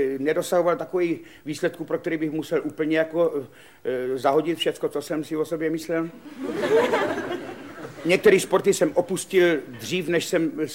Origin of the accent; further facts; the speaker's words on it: Ivančice, South Moravian Region, Czechia; A tak jsem se narodil v porodnici a v těch Ivančicích jsem prožíval velký kus svého mládí.